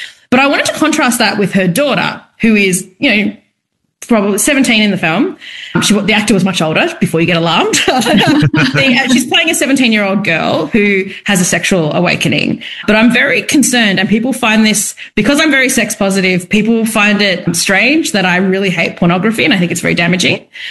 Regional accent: India; it was amazing as a young person to realize the kind of rich erotic history of Indian art as an Indian person.

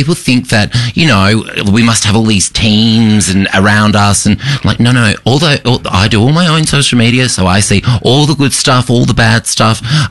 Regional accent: Perth, Western Australia, Australia; I did it because I grew up in Perth in the same in Julie Bishop's electorate

